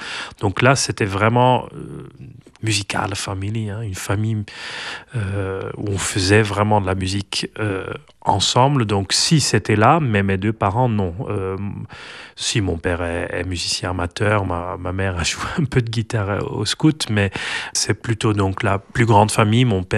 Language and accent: French; Leuven, Flanders, Belgium; moved away as an adult; also born or lived in Brussels / Paris region; now in between Leuven and Tienen, Belgium; Donc moi, je suis né à Louvain. J'ai grandi à Kesselos, qui est une commune de Louvain. Parfois, je l'ai dit en rigolant, je suis fils des gens, des immigrés, parce qu'ils venaient de la région d'Anvers.